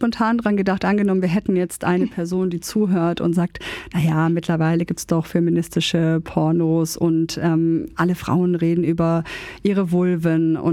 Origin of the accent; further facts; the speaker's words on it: Swabia, Germany; Ich als Schwabe